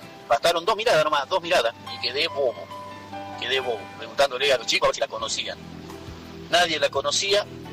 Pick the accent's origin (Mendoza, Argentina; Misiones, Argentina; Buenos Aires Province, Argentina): Buenos Aires Province, Argentina; Dolores; Soy de Dolores, pueblito del interior de la provincia de Buenos Aires.